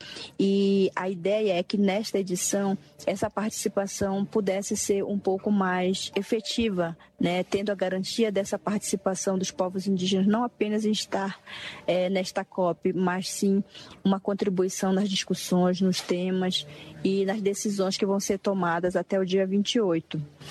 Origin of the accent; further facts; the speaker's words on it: Amazonas, Brazil; presidenta da FUNAI, Baré do estado do Amazonas, do Alto Rio Negro.